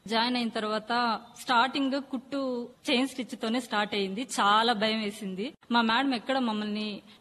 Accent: Tirupati, Andhra Pradesh, India; నేను తిరుపతి నుంచి వస్తున్నాను. ఓటేరు మేము ఉండేది.

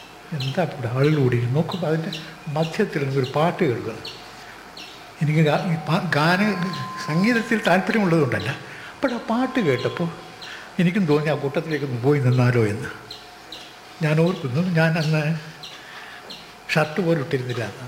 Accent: Kozhikode, Kerala, India; born there

